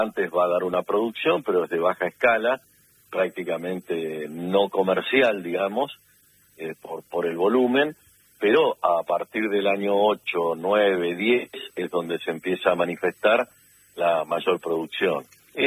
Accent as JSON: {"language": "Spanish", "town": "Martínez de Oz", "region": "Buenos Aires Province", "country": "Argentina", "said": "Yo de un pueblito de Martínez de Oz, a 20 kilómetros de distancia, sí. En el partido de Lincoln, ¿no?"}